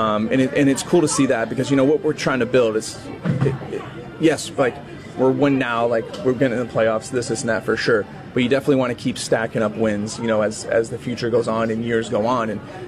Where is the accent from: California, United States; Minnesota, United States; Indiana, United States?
California, United States; also born or lived in New Jersey; I was born in New Jersey, but grew up in California.